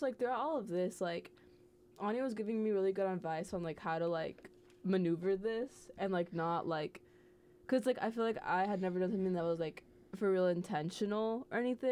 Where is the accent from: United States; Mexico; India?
Mexico; And then I was like, I'm Mexican.